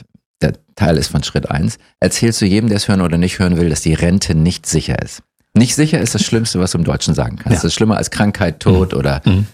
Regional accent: Norderstedt, Schleswig-Holstein, Germany

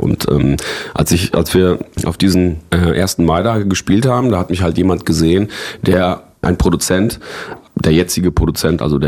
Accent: Recklinghausen, North Rhine-Westphalia, Germany; beim Kinderjugendparlament in Recklinghausen, also in meiner Heimatstadt, wo ich jetzt zu der Zeit weiterhin, also wo ich halt immer noch lebe

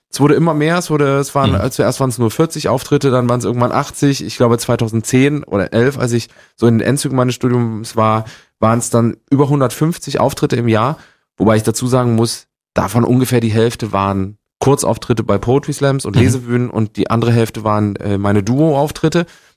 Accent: Gera, Thuringia, Germany

